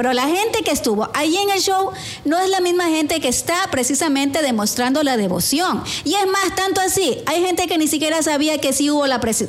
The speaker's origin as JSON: {"language": "Spanish", "country": "Ecuador", "said": "nosotros somos ecuatorianos y tenemos una cultura que está mezclada con la costa, la sierra, el oriente, Galápagos."}